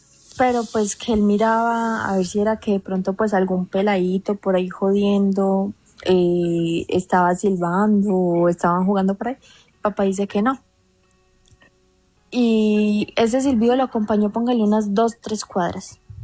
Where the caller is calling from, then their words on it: Sevilla, Valle del Cauca, Colombia; yo soy de Sevilla Valle